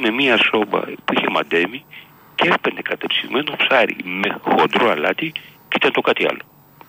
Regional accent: Kaisariani, Attica, Greece; Εγώ γεννήθηκα στην Κεσαριανή, ο πατέρας Μικρά Ασία

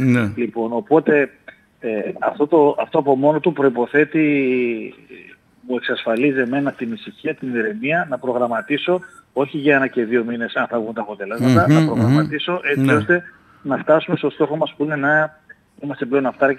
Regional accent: Ambelokipoi, Central Macedonia, Greece; Εγώ είμαι από τα Λοφίτη, είμαι Αμπελοκηπιώτης και εγώ παλιός.

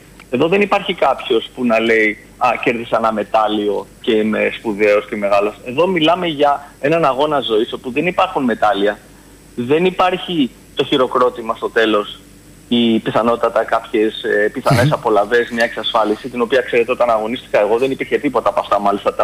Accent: Greece

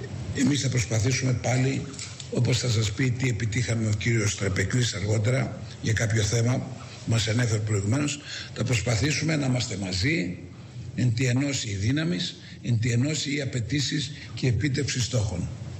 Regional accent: Greece; Είμαστε Έλληνες και θα μείνουμε Έλληνες. Είμαστε Ορθόδοξοι και θα μείνουμε Ορθόδοξοι.

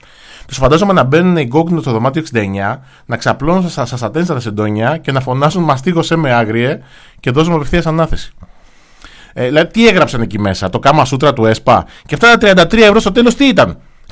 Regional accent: Greece

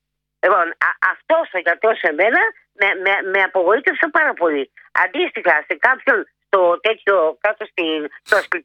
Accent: Chalkida, Central Greece, Greece; Γιατί είμαι από τη Χαλκίδα και δεν τη γυρίζω πίσω.

